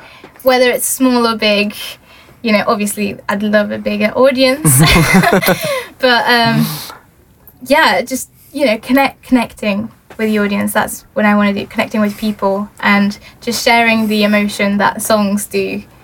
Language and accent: English; York, Yorkshire and the Humber, United Kingdom; moved away; Back in my hometown, York.